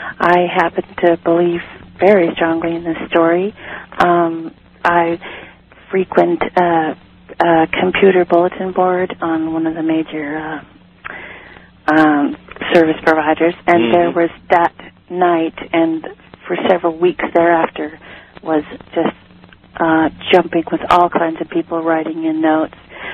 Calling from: California, United States; I'm calling from Ventura County.

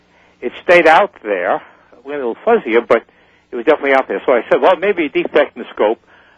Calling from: New Jersey, United States; I live in New Jersey.

